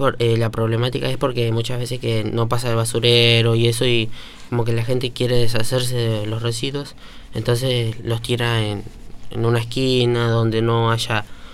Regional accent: Argentina; Yo soy de Luchetti.

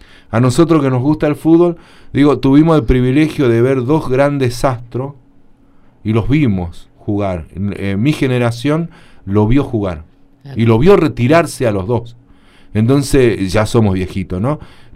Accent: Argentina; si somos argentinos, ¿cómo mierda vamos a lograr?

